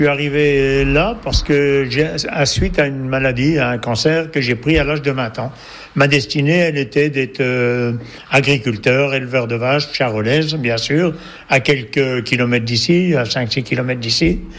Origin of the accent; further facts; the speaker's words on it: Couches, Bourgogne-Franche-Comté, France; je suis né à Couches, je suis resté à Couches.